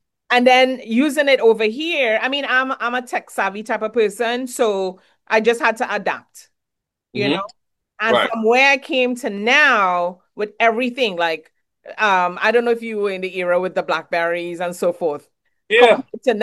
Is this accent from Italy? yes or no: no; Trinidad & Tobago; I mean, even though I'm from Trinidad